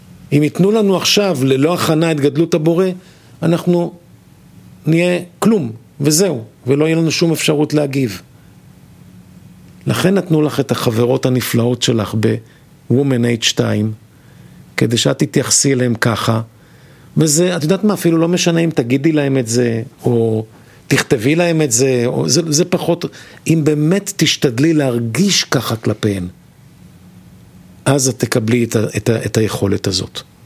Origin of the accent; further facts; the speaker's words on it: Kiryat Gat, Southern District, Israel; אני זוכר שהייתי ילד קטן, ממש, גדלתי ב... העירה קטנה בדרום בקריית גת